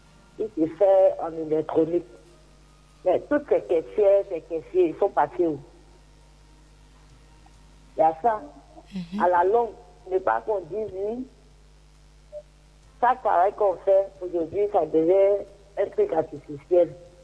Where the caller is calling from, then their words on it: Yopougon, Abidjan, Côte d’Ivoire; J'appelle de Yopougon.